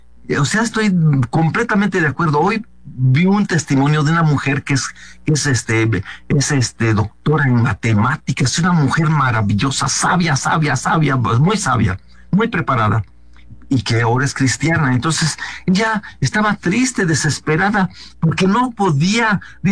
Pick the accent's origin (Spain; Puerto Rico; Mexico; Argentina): Mexico; Oaxaca; born there; Yo soy del estado de Oaxaca y le estaba diciendo que nacimos allá en una parte muy, muy apartada de todo.